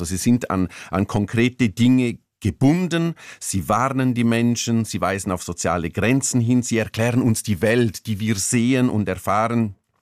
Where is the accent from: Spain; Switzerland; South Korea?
Switzerland; Zuoz, Graubünden; Oder auch den Riesen, der hinter dem Berg Bizmezem in Zuz, wo ich aufgewachsen bin, sitzt.